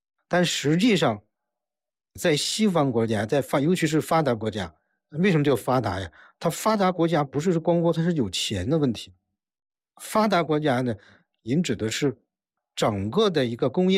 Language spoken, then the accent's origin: Chinese; China; 我们中国人